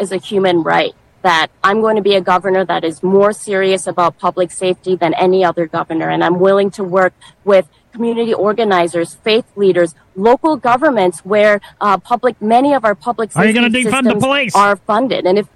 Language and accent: English; Madison, Wisconsin, United States; We had a police shooting in my hometown of Madison, Wisconsin.